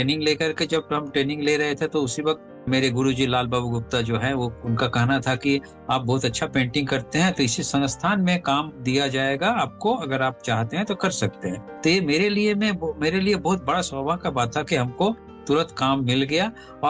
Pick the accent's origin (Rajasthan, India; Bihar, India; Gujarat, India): Bihar, India; Dehri; एक छोटा सा जगह है डेहरी-ओन-सोन, ये रोहतास डिस्ट्रिक्ट में है ये डेहरी-ओन-सोन, और मेरा जन्म वही हुआ। मेरा बचपन वहीं बीता, पढ़ाई लिखाई भी वहीं हुआ, कॉलेज भी वहीं किए हम। और बचपन में जो डेहरी-ओन-सोन का एरिया है वो बिल्कुल गांव जैसा रहा है